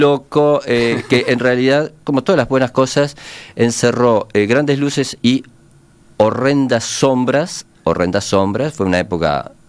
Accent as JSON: {"language": "Spanish", "region": "Montevideo", "country": "Uruguay", "tie": "born there", "said": "yo nací en Villa Biarritz"}